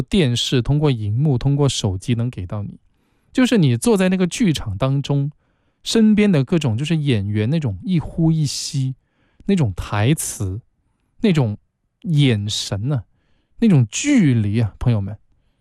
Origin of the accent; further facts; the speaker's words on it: Guangzhou, Guangdong, China; 就我的家乡广州能够有这样的一部伟大的作品能够落户